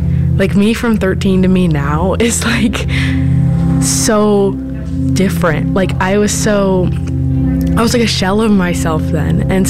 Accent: Indianapolis, Indiana, United States; I'm from Indianapolis.

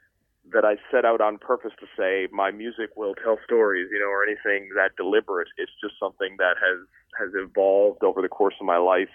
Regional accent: Newfoundland and Labrador, Canada; I grew up in Newfoundland

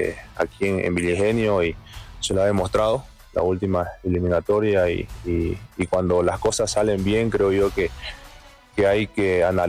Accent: Bolivia

